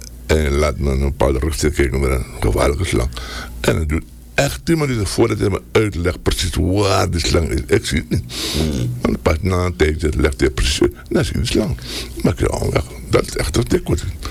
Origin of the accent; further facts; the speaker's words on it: Para, Suriname; born there; also born or lived in Paramaribo, Suriname; Kijk, ik ben in Paramaribo geboren, maar mijn vader werkte op zanderij. Bij de luchtvaartdienst. Daarom ben ik ben een paraan. Weet je wel, zo voel ik me ook.